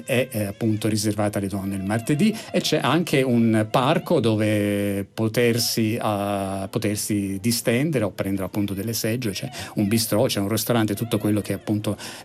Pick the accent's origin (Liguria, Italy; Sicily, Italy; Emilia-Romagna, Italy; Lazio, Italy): Lazio, Italy; Rome; per noi che siamo romani